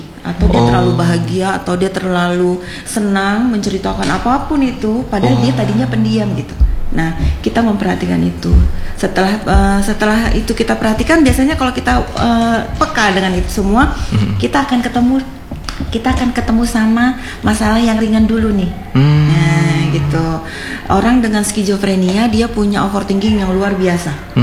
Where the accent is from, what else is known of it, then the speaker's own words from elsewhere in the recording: Java, Indonesia; Nah, misalnya nih saya orang Jawa menikah sama orang